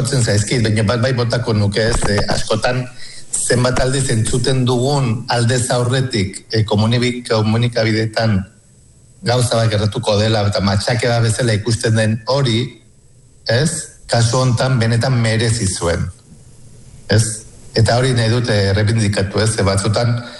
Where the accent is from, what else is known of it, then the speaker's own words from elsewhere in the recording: Barañain, Navarre, Spain; moved away as an adult; Barainenen bizi dira nire gurasoak, eta ni txikitan ere anego nintzen urte asko, ba, pizkate estudiatzera atera nintzen arte